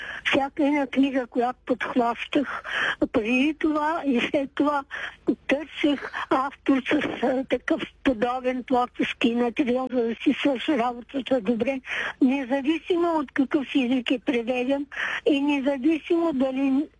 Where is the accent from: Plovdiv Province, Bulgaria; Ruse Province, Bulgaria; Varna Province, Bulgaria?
Ruse Province, Bulgaria; Ruse; аз съм от Руси, имам висше образование.